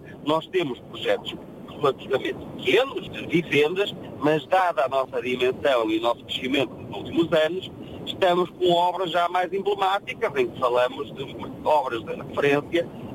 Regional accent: Marco de Canaveses, Porto, Portugal; moved away; Eu sou de Marco de Canaveses.

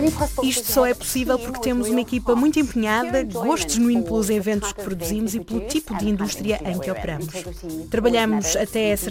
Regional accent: South Africa; Sou sul-africana de primeira geração. O meu pai é português, a minha mãe britânica.

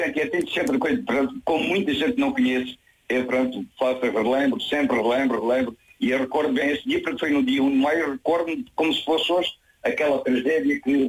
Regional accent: Almodóvar, Beja, Portugal; born there; se costuma dizer que nasci mesmo em Almodóvar

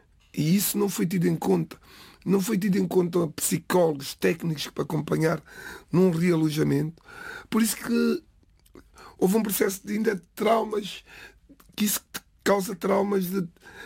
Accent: Amadora, Lisbon, Portugal; first language Cape Verdean Creole; Portuguese is a second language; Amadora é, como cidade é de 79, eu sou mais velho que a própria cidade. Sou mais velho que a própria minha cidade, pertencia a Oeiras.

